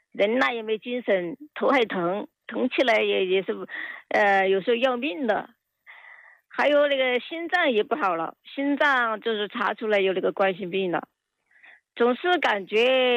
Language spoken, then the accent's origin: Chinese; Chongqing, China; 哎，我是重庆的，